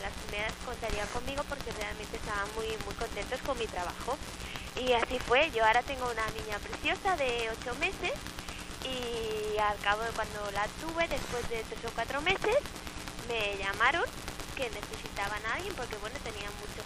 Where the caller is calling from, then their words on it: Barcelona, Catalonia, Spain; Llamo desde Barcelona.